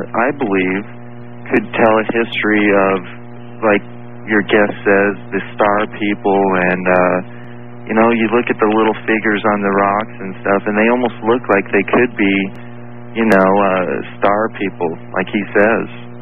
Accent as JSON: {"language": "English", "region": "Utah", "country": "United States", "tie": "born or raised there", "lives_now": "St. George, Utah, United States", "said": "I originally grew up in northeastern Utah, you know, with on the reservation, the Ute tribe there"}